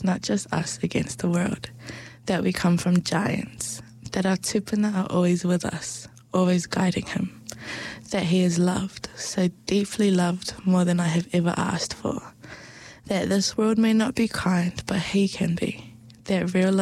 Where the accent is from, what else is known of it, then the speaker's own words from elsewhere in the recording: Auckland, New Zealand; moved away; also born or lived in Melbourne; We grew up in Auckland feeling pretty normal. There were lots of other people who were mixed ethnicities around us. But then when we went to Melbourne